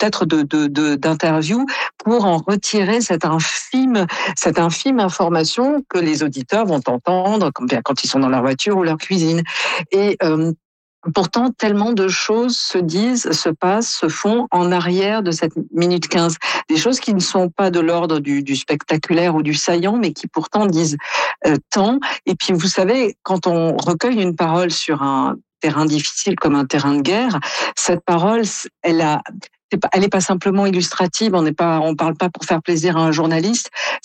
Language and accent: French; France; quand on est Canadien ou comme moi français